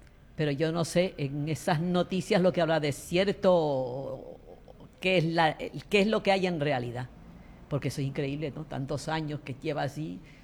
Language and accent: Spanish; Puerto de la Cruz, Canary Islands, Spain; Sí, yo nací en el Puerto de la Cruz.